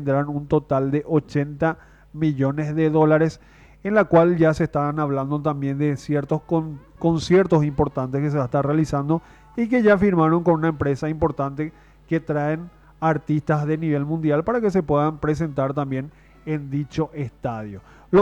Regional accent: Paraguay; para poder representarnos como paraguayos en lo más alto del podio

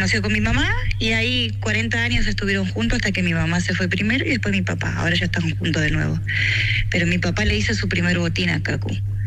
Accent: Asunción, Paraguay; now in Ciudadela, Argentina; Nosotros somos de Asunción, del barrio Ricardo Burgada.

